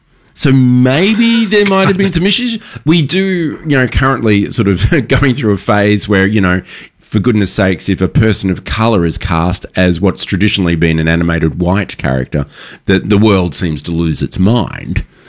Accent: Melbourne, Victoria, Australia; I'm from Melbourne.

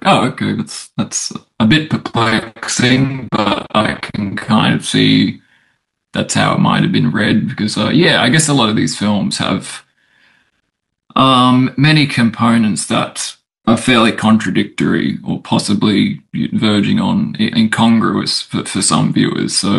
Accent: Brisbane, Queensland, Australia; I'm from Brisbane. I visit Melbourne from time to time.

